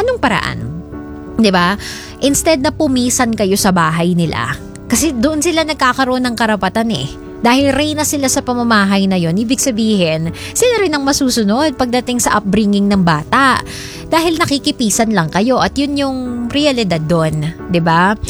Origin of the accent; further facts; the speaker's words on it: Malolos, Central Luzon, Philippines; sa amin sa Malolos, sa may Bulacan